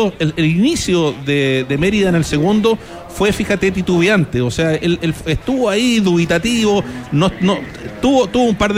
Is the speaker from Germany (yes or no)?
no; Chile; nosotros como chilenos obviamente nos duele ver tanta diferencia.